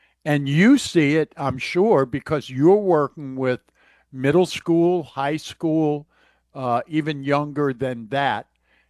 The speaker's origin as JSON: {"language": "English", "town": "Long Island", "region": "New York", "country": "United States", "tie": "born or raised there", "said": "I grew up on Long Island, but we used to go into the city to play pickup basketball"}